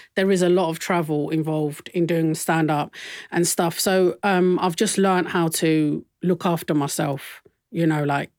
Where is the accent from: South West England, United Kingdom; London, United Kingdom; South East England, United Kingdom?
London, United Kingdom; accent: Cockney; It's called the Cockney Stacking Doll. Cockney because I'm from East London.